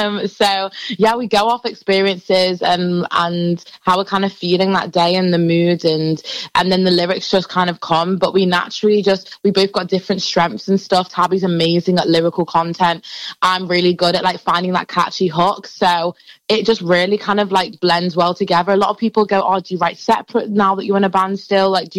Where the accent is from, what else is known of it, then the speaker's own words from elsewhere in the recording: Liverpool, North West England, United Kingdom; as in we're from Liverpool and stuff.